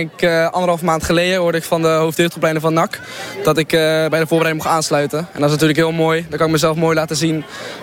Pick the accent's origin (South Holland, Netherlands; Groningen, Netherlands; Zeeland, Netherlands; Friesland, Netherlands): Zeeland, Netherlands; Goes; moved away as an adult; also born or lived in Wilhelminadorp; now in Breda, Netherlands; ik ben 19 jaar en ik speel eigenlijk in NAC onder 21. Ik kom uit Goes, oorspronkelijk Wilhelminadorp woon ik en ik ben sinds kort verhuisd naar Breda.